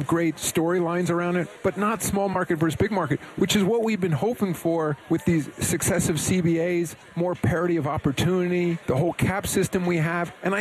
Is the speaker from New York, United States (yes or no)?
yes; New York City, New York, United States; As a New Yorker, I think to see people come together, 2 million people were in lower Manhattan celebrating this team.